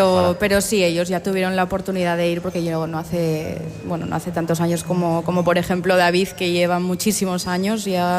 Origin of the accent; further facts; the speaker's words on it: Villaviciosa, Spain; Entonces, yo soy de Villaviciosa de siempre